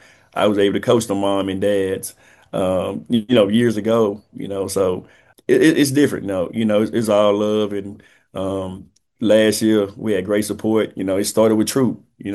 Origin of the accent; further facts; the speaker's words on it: Houston, Texas, United States; moved away as an adult; now in Gladewater, United States; I'm from Houston, but this is my second home.